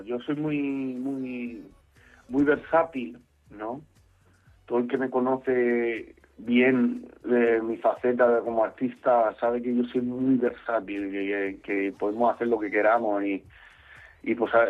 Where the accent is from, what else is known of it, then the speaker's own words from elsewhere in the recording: Balearic Islands, Spain; Que soy mallorquín y que me he criado ahí